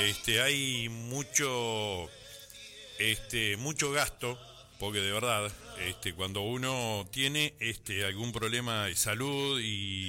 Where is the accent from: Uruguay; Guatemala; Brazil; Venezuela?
Uruguay